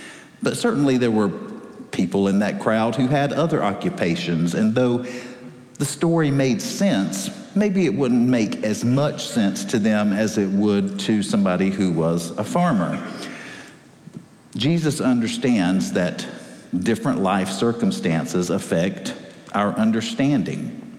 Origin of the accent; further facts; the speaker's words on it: North Carolina, United States; moved away as an adult; now in Fort Worth, United States; I have transitioned from a North Carolina Tar Heel to a Texan.